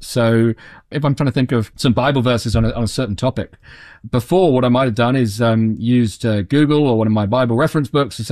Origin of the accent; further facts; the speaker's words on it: United Kingdom; And then because I'm British, I finished by saying thank you to AI, and it said, no problem.